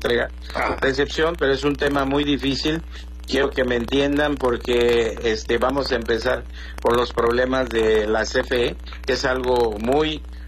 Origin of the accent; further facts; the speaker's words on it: Chilpancingo, Guerrero, Mexico; Los que somos de Chilpancingo